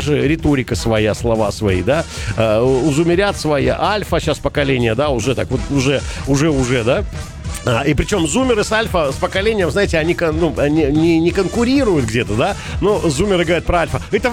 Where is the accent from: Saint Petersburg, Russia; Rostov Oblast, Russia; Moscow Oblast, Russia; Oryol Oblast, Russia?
Rostov Oblast, Russia; Rostov-on-Don; в Ростове у нас так вот, ну, своеобразно мы шутим. Вот, мы очень громко, темпераментно разговариваем.